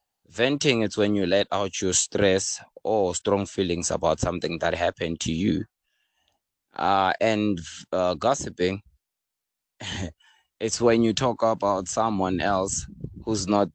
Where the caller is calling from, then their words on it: Gauteng, South Africa; I'm from Olive and Outbush.